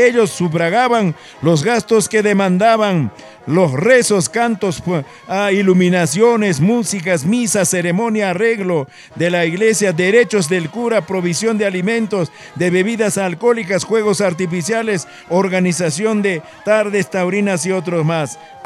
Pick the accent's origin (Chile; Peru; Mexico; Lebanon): Peru; Recuay province, Ancash; a mi tierra o a toda la provincia de Recuay.